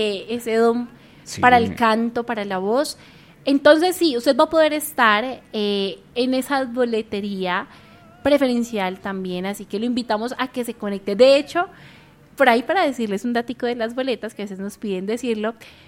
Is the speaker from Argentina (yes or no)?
no; Colombia